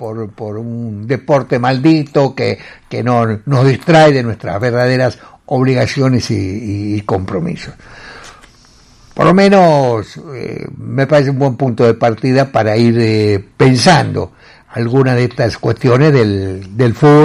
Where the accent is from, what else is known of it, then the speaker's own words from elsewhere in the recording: Argentina; No somos solamente argentinos porque hay una selección argentina, somos argentinos por mucho más cosas.